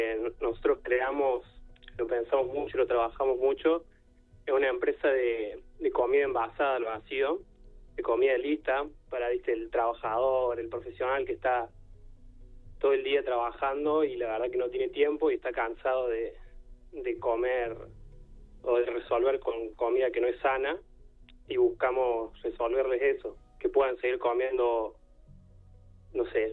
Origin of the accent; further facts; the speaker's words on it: Córdoba, Argentina; also born or lived in United States; Yo nací en Argüello.